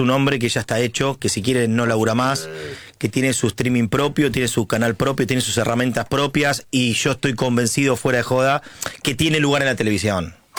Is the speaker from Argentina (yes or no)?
yes; Argentina; Creo que lo que tenemos que lograr como argentinos